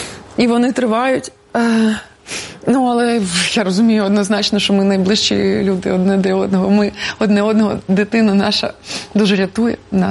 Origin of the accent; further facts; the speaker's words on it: Kharkiv, Kharkiv Oblast, Ukraine; Звичайно. Я віце-королева Харкова 94.